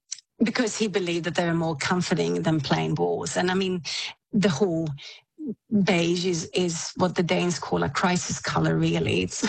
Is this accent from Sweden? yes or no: yes; Sweden; And that's probably what people think first when you say, I'm from Sweden.